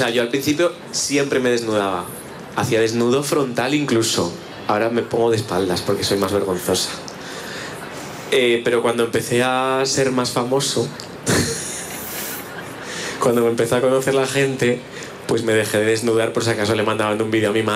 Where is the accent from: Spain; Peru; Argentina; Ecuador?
Spain; yo también soy maricón de España